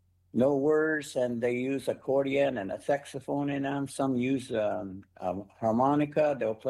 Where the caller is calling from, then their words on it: Arizona, United States; I am calling from Arizona, from the Hilo River Indian Community.